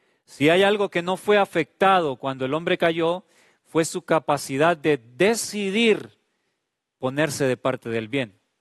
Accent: Honduras; como decimos popularmente en mi país, en Honduras.

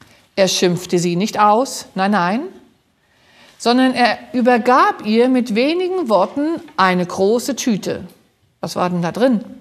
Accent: Rostock, Mecklenburg-Vorpommern, Germany; Und ich kam zu Pflegeeltern, die ich nicht kannte, 100 Kilometer von meiner Heimatstadt Rostock entfernt.

